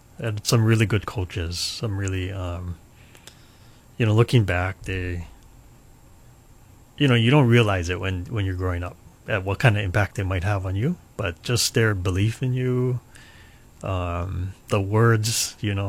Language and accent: English; Hilo, Hawaii, United States; when growing up in Hilo